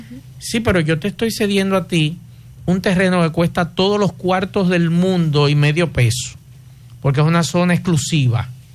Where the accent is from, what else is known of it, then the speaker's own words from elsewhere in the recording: Santo Domingo, Distrito Nacional, Dominican Republic; todos los que nos criamos ahí en el Ensanche de la Fe, en esa zona